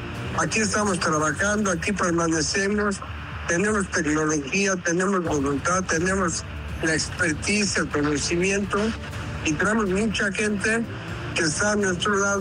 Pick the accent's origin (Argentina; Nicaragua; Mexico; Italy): Mexico; born there; also born or lived in Venezuela; nosotros los Topos Aztecas somos venezolanos que nacimos en México